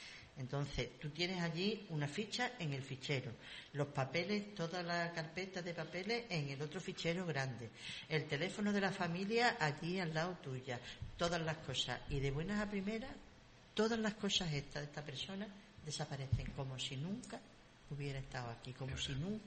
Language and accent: Spanish; Cádiz, Andalusia, Spain; born there; En Cádiz capital. En el barrio Santa María.